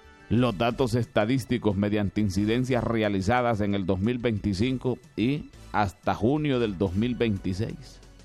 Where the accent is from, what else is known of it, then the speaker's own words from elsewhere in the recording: Honduras; nosotros como hondureños